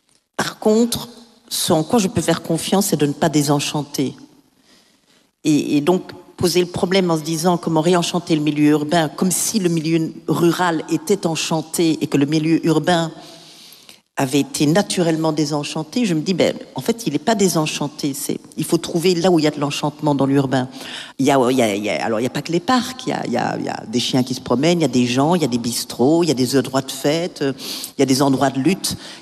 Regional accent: Liège, Wallonia, Belgium; Moi, je suis liégeoise

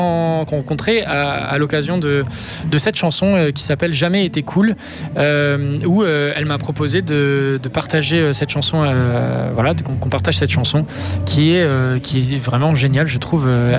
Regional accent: Geneva, Switzerland; born there; Alors, je suis né à Genève, mais je suis pas suisse. Je suis pleinement français

